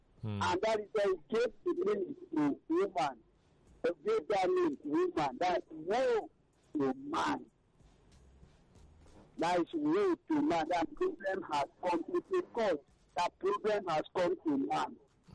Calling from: Abuja, Federal Capital Territory, Nigeria; I'm calling you from Abuja.

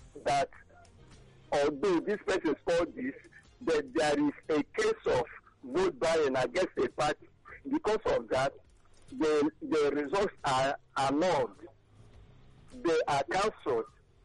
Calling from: Iba, Nigeria; I'm calling from Eba.

